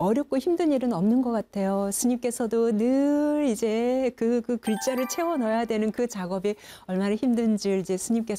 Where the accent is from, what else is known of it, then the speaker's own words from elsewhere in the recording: Gangwon, South Korea; 그 당시에 종교는 제가 강원도, 고향이 강원도인데, 그 당시에 불교는 사실 우리가 지금 생각하는 불교하고는 전혀 다른 모습이었거든요.